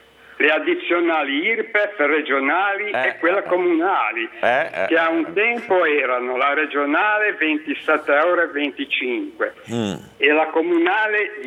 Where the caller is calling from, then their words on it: Cogoleto, Liguria, Italy; Sono di Cogoleto, di Cogoleto.